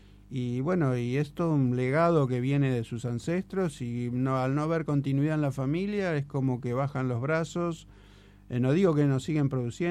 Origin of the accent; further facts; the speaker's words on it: Argentina; el problema que tenemos como argentinos